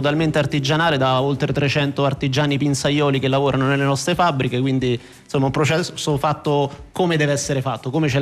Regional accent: Rome, Lazio, Italy; A Roma, da dove vengo io

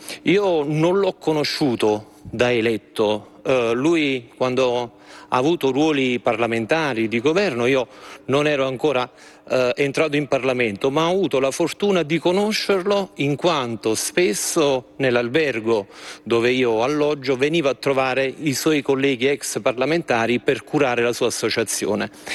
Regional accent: Campania, Italy; da Irpino posso dire che la mia terra, la nostra provincia

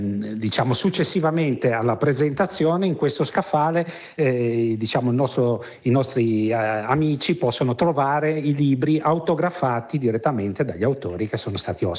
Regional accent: Liguria, Italy; Io vengo dalla Liguria

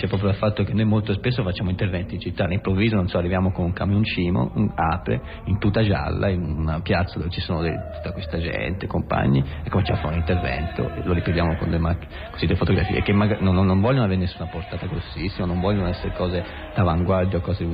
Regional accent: Tuscany, Italy; Noi in tutti i giorni ci facciamo degli scherzi atroci, forse proprio perché siamo toscani

